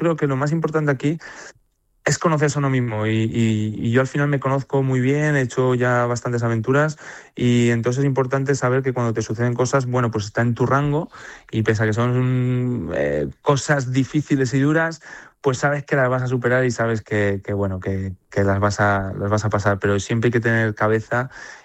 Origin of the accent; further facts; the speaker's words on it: Calamocha, Aragon, Spain; mi tierra es el paraíso del entreno, siempre lo digo. Calamocha en Teruel.